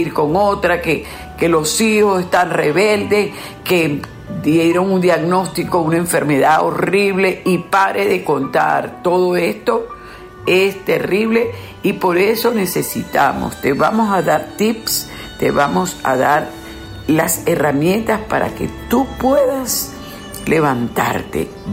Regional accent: Venezuela

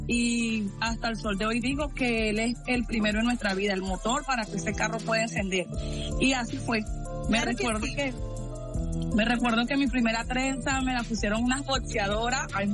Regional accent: Caracas, Capital District, Venezuela; Yo soy de Caracas, tengo familia en Higuerote, raíces negras.

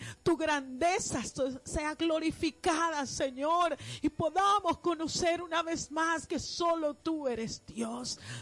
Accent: Venezuela

